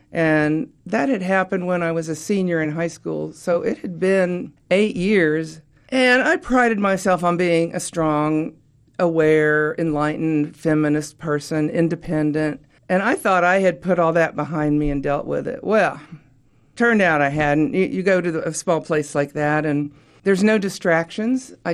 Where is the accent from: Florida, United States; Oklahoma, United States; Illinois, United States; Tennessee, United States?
Tennessee, United States; Oak Ridge; born or raised there